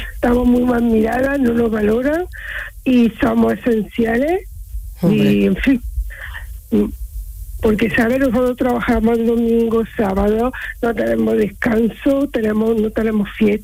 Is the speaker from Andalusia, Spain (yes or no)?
yes; Córdoba, Andalusia, Spain; Pues mira, yo soy de Córdoba capital.